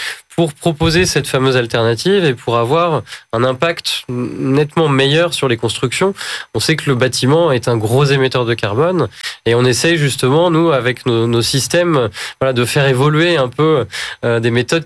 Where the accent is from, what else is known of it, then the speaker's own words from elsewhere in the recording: Orléans, Centre-Val de Loire, France; Moi je viens d'Orléans.